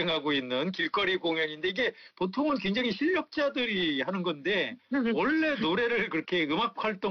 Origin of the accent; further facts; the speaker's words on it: North Chungcheong, South Korea; 저는 이제 충청북도 출신이기 때문에